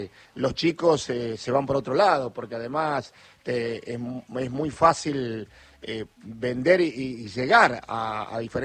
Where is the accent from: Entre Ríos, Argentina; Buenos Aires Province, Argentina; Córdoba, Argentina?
Entre Ríos, Argentina; Basavilbaso; de Baza Bilbaso, Entre Ríos.